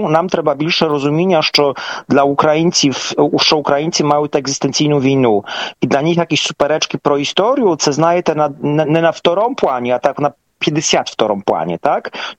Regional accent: Poland; ми поляки

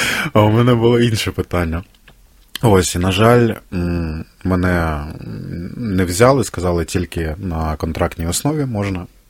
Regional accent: Sloviansk, Donetsk Oblast, Ukraine; also born or lived in Horlivka; склалось, що закінчував школу, навіть 11 клас вже ж на зовсім іншій території, не там, де народився. Народився в Горлівці, закінчував в місті Слов'янську.

